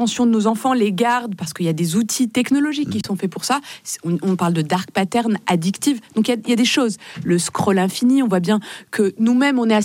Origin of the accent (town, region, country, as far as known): Morocco; born or raised there; now in France